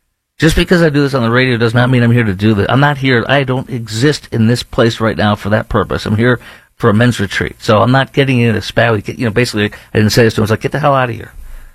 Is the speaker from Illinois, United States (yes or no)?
yes; Chicago, Illinois, United States; growing up in Chicagoland